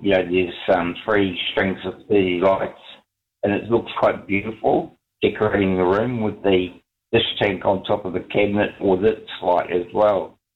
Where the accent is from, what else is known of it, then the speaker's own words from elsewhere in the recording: Bay of Plenty, New Zealand; especially since I'm from the Bay of Plenty and we woke up in 6 degrees and we went to school without shoes.